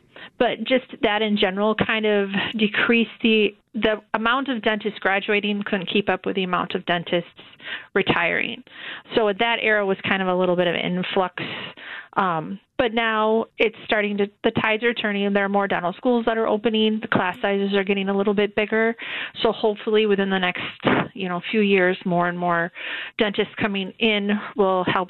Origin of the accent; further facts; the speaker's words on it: Norwalk, Wisconsin, United States; I mean, I grew up in Norwalk, Wisconsin, which is a very small town, mm-hmm. and I moved back basically to the same area.